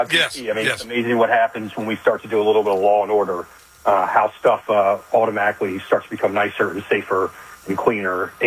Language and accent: English; Rockville, Maryland, United States; I grew up right in Montgomery County on the other side. So, Rockville area.